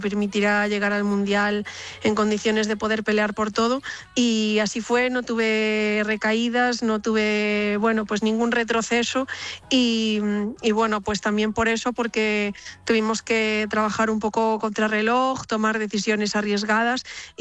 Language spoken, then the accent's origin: Spanish; Vigo, Galicia, Spain; ya que aunque yo soy de Vigo, Pontevedra es la ciudad donde empecé a practicar deporte con el atletismo cuando tenía 10 años.